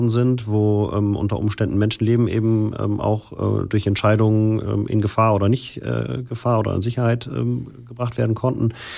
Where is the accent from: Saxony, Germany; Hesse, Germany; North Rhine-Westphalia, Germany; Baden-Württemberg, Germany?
North Rhine-Westphalia, Germany; Cologne; Einmal für die Anspielung auf meine Heimatstadt oder meine Geburtsstadt.